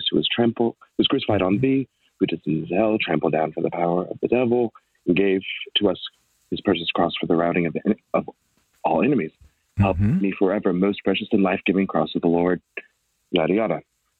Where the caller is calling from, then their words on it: North Carolina, United States; I am calling from North Carolina. I'm an inquirer at a parish, Holy Cross, in Kernersville.